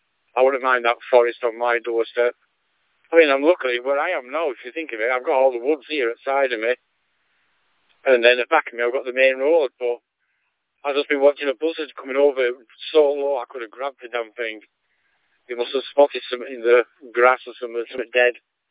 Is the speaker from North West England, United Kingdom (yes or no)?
yes; North West England, United Kingdom; I still say I'm from Lancashire.